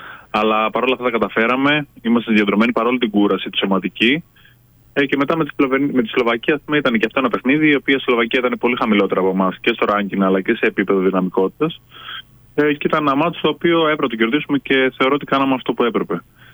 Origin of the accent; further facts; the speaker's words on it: Greece; ως Έλληνες το πάθος μας είναι αυτό που μας ξεχωρίζει.